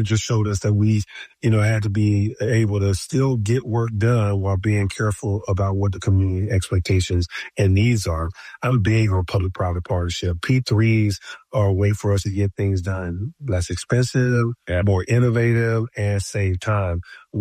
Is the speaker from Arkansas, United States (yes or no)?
no; Atlanta, Georgia, United States; I mean, I grew up in Atlanta.